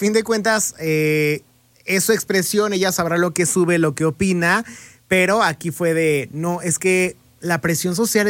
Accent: Mexico

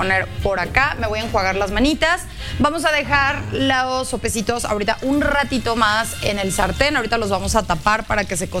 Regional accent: Mexico; ya somos mexicanos.

